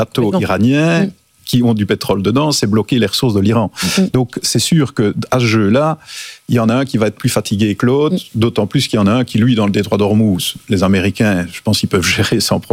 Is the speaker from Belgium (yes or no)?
yes; Belgium; moi, en tant que Belge